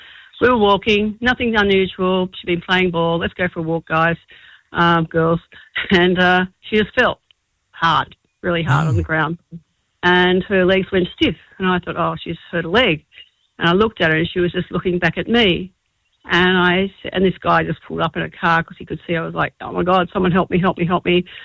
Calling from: Dolans Bay, New South Wales, Australia; I'm from Dolans Bay

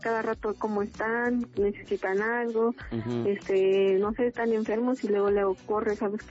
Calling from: Naucalpan, State of Mexico, Mexico; De Naucalpan

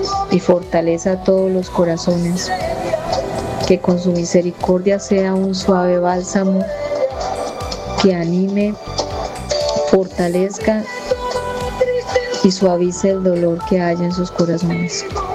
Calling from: Tuluá, Valle del Cauca, Colombia; Un abrazo lleno de bendiciones para todas las familias de Cali desde Tuluá, corazón del Valle.

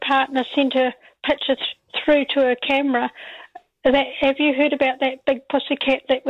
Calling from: Canterbury, New Zealand; We're from I'm from North Canterbury.

